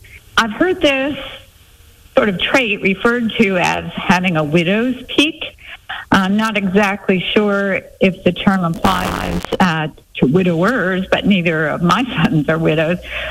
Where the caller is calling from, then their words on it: Kilmarnock, Virginia, United States; I'm calling from Kilmarnock, Virginia.